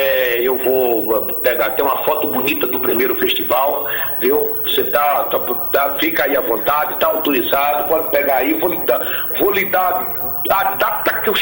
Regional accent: Paraíba, Brazil; moved away; É que eu trouxe quando eu vim da Paraíba.

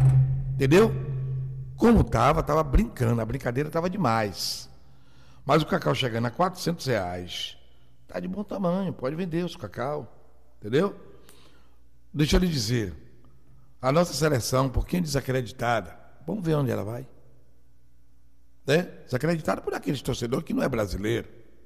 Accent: Brazil; eu sou brasileiro.

